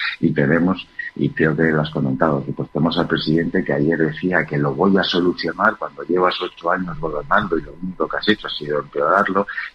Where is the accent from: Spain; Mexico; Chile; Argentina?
Spain; Galicia; tiendo a ser mal pensado como buen gallego que soy